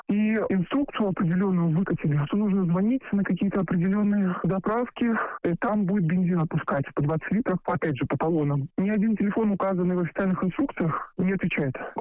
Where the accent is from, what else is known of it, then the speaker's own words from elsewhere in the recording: Moscow, Russia; now in Crimea; Мы из Москвы приехали в Крым в отпуск 2 дня назад. Приехали на машине через Крымский мост.